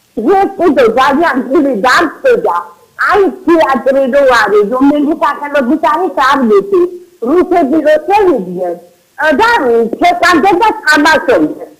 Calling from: Abkhazia, Georgia; აფხაზეთიდან ვარ, სვადასოლის აფხაზეთიდან.

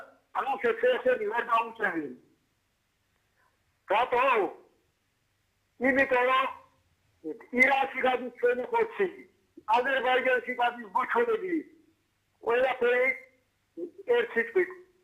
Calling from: Batumi, Adjara, Georgia; ბათუმიდან ვარ.

